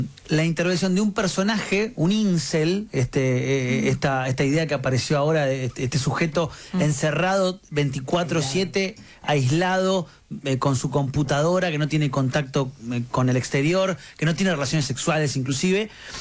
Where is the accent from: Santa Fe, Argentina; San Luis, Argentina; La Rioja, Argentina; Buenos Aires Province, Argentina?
Buenos Aires Province, Argentina; Merlo; yo soy de Merlo, zona oeste